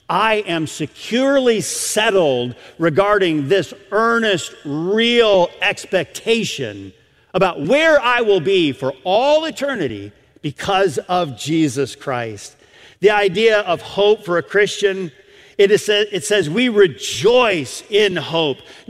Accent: Michigan, United States; I'm a Michigander. I grew up in Michigan.

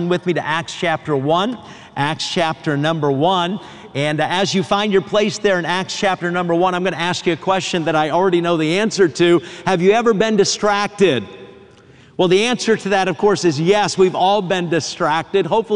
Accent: New Hampshire, United States; I was in high school growing up in New Hampshire.

